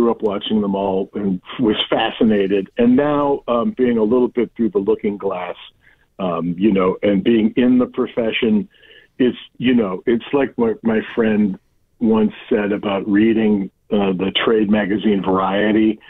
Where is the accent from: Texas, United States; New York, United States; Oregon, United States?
New York, United States; Buffalo; I'm a man of the people. I'm from Buffalo. What do you expect?